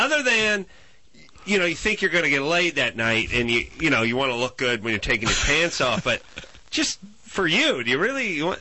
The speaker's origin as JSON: {"language": "English", "country": "United States", "said": "I'm an American."}